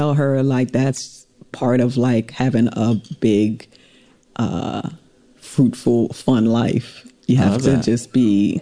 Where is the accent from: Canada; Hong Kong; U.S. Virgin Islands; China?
U.S. Virgin Islands; St. Thomas; I'm from the Virgin Islands. I'm from St. Thomas. And I've always wanted to do a show about back home.